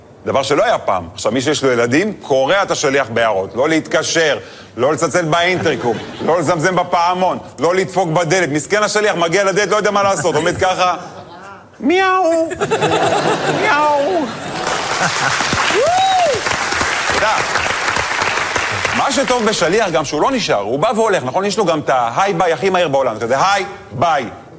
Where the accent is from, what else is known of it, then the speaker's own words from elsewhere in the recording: Netanya, Central District, Israel; האמת, אני גדלתי בנתניה, לא יצא לי, בחיים לא היה לי שליח בבית, כי אמא טריפוליטאית